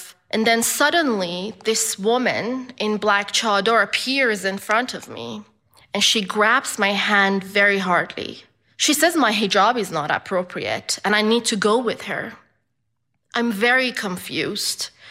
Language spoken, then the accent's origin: English; Iran; moved away; Iran, my home country